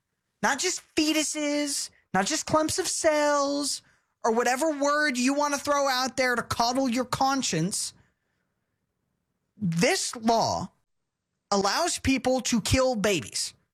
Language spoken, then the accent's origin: English; Texas, United States; But to be honest, I'm a Texan. My history started in 1835.